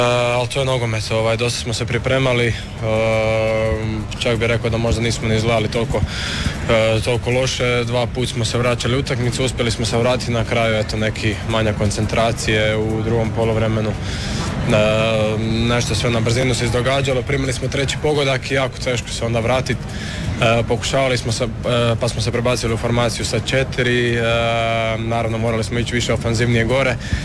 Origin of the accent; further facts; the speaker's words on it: Croatia; Naravno da nije lagano se vratiti nakon poraza 4-2, ali to smo mi, mi smo Hrvati, imamo tu glavu, sjest, analizirati sve